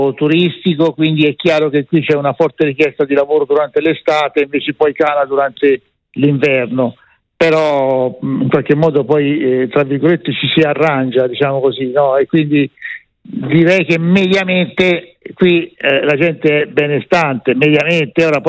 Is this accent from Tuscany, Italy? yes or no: yes; Monte Argentario, Tuscany, Italy